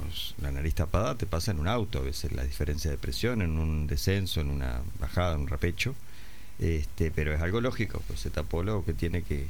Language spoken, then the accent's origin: Spanish; Rosario, Santa Fe, Argentina; Carlos está más cerca, yo vengo de Rosario, pero es un placer poder estar en contacto